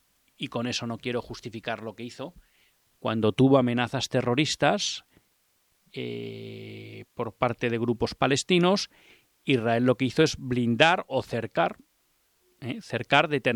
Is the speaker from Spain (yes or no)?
yes; Spain; lo que a uno le sorprende como español